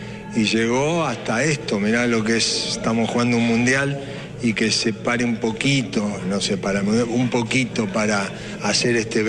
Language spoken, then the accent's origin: Spanish; Corral de Bustos, Córdoba, Argentina; A decir a mí que soy de Corral de Busto.